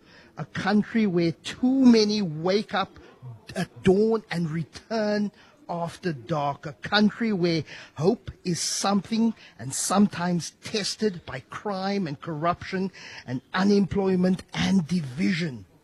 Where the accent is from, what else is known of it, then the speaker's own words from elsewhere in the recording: South Africa; We are simply South African